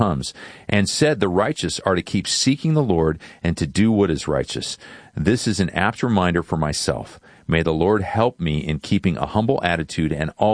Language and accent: English; England, United Kingdom; I'm not gifted in language. I'm English.